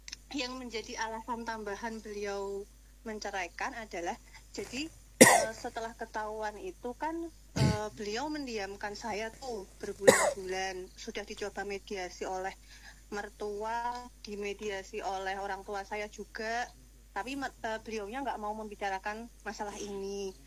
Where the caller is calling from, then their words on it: Boyolali, Central Java, Indonesia; Dari Boyolali.